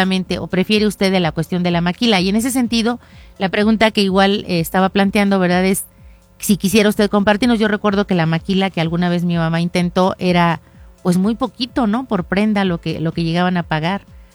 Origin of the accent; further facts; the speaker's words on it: Zimapán, Hidalgo, Mexico; yo soy de Zimapán, mi mamá allá en Zimapán tenía una maquiladora pequeña, ¿verdad?